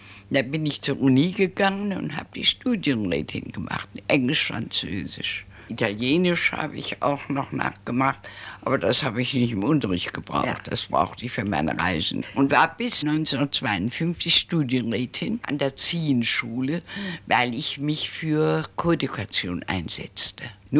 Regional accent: Hesse, Germany; now in Frankfurt, Germany; Obwohl meine Heimat an der waldeckischen Grenze, ja, zwischen Frankenberg und Korbach

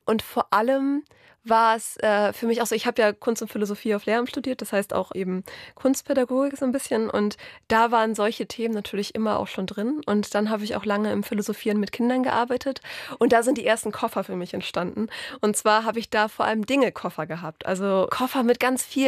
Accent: Northern Germany, Germany; Natürlich, ich komme aus dem Norden

